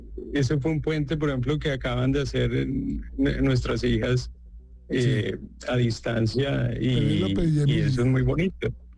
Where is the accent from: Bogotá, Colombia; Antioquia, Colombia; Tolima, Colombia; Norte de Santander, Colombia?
Bogotá, Colombia; Yo soy bogotano, sí.